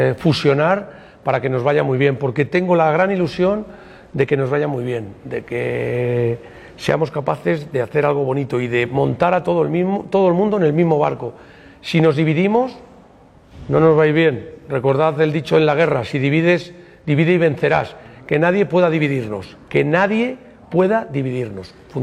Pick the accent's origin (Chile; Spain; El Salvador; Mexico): Spain; si estoy en Europa, digo que soy español.